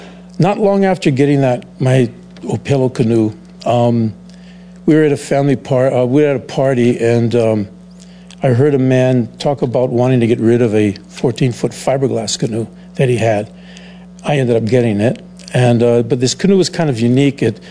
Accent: Honokaa, Hawaii, United States; born or raised there; also born or lived in Lapu'ihoi

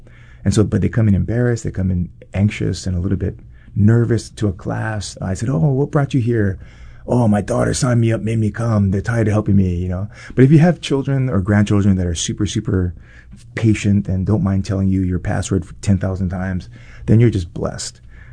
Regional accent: Kailua, Hawaii, United States; now in Molokai, United States; You know, I grew up on Oahu, in Kailua. And, you know, we moved over to Molokai recently.

